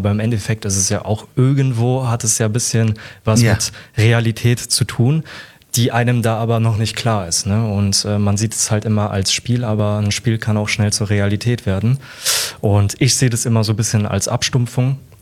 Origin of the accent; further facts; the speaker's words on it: Frankfurt, Hesse, Germany; Ich meine, ich komme aus Frankfurt, sonst wir haben hier keine Berge.